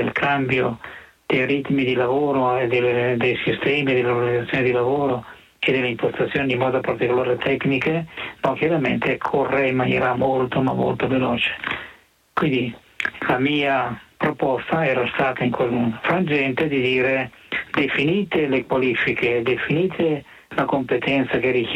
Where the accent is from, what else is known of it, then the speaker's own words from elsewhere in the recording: Lombardy, Italy; come si usa dire dalle mie parti lombarde